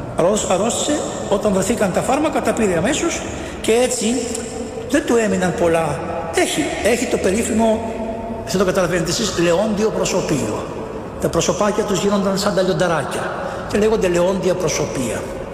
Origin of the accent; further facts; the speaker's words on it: Greece; also born or lived in Athens; Οι γονείς μου φύγανε από το χωριό μου και ήρθανε στην Αθήνα για καλύτερες σπουδές των παιδιών τους.